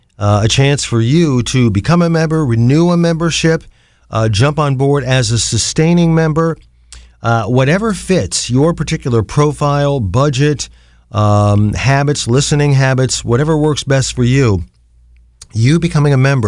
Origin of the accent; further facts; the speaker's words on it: Canton, Ohio, United States; Non-commercial public radio for Akron and my hometown of Canton.